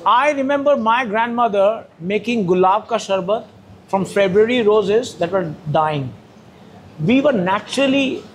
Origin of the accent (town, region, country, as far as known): Kolkata, West Bengal, India; born there; also born or lived in Thiruvananthapuram / Delhi